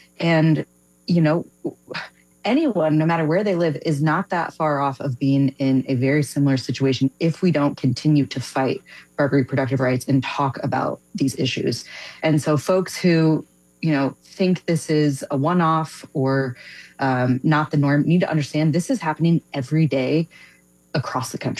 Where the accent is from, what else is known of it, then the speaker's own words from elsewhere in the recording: Fort Wayne, Indiana, United States; now in Austin, United States; I do live in Texas, but I do just want to shout out. I grew up in Indiana, so fellow Midwesterner up in here.